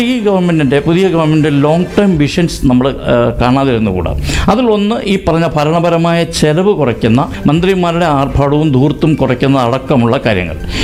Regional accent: Kerala, India; ഞാൻ ഒരു ഇന്ത്യക്കാരനാണ്. അപ്പോൾ കേരളവും ഗോവയും ഒക്കെ തന്നെ എൻ്റെ നാട് തന്നെയാണ്.

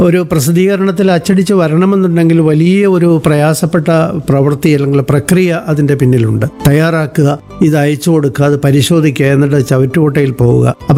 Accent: Kunnathur, Kerala, India; also born or lived in Kanpur; ഞാൻ ജനിച്ചത് കൊല്ലം ജില്ലയിലെ കുന്നത്തൂർ താലൂക്കിലെ കുന്നത്തൂർ എന്ന് പറയുന്ന ഗ്രാമത്തിലാണ്. ഞാൻ നേരത്തെ സൂചിപ്പിച്ചു, കൃഷിവലന്മാരുടെയും സാമൂഹികവും സാമ്പത്തികവുമായി വളരെ പിന്നോക്കം നിൽക്കുന്ന ഒരു സമൂഹത്തിൻ്റെ മധ്യത്തിലാണ് എൻ്റെ പിറവി.

